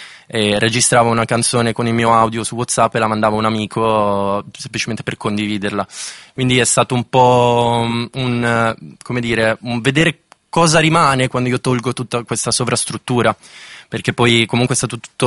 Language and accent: Italian; Rimini, Emilia-Romagna, Italy; Io sono cresciuto in campagna, a Rimini, nella campagna riminese